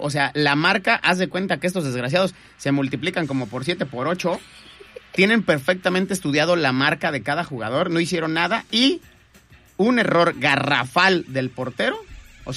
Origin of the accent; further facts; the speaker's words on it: Mexico City, Mexico; now in Manzanillo, Mexico; a mí no me ha tocado desde el tiempo que llevo viviendo en Manzanillo, pero en la Ciudad de México, que es de donde soy oriundo